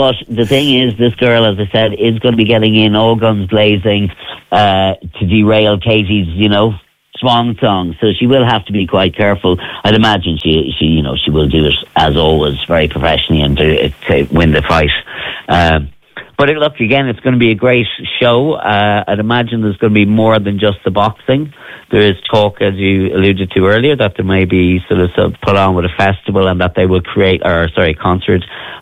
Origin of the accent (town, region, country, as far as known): Ireland